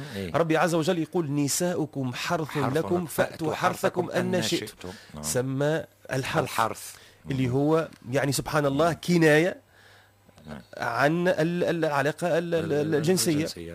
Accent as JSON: {"language": "Arabic", "country": "Tunisia", "said": "تجم تكون كلمة احنا عندنا في تونس مثلا في العاصمة عادية"}